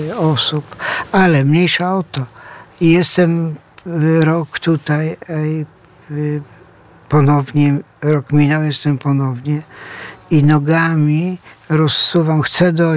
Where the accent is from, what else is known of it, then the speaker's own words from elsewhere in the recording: Chorzów, Silesian Voivodeship, Poland; ja też się wychowałem w Chorzowie